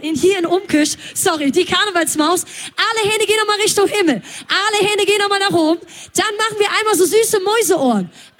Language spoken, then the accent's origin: German; Rhineland, Germany; Denn ich komme aus dem Rheinland. Ich bin eine echte Karnevalsmaus.